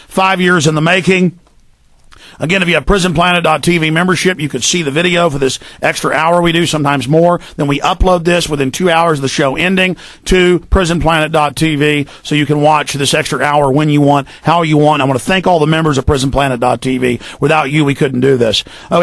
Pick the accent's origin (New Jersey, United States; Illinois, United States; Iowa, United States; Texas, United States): Texas, United States; Dallas; And I have found, growing up in Dallas, people really, especially the rednecks, I mean, we used to go beat each other to pulp on the weekend for fun